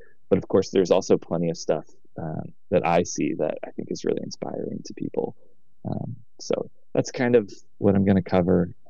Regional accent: Portland, Oregon, United States; moved away as an adult; I'm from Portland

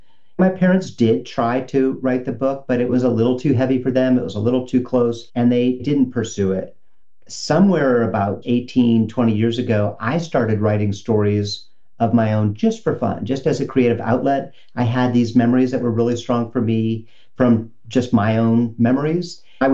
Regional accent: St. Louis, Missouri, United States; born there; I was born in St. Louis, Missouri in 1965.

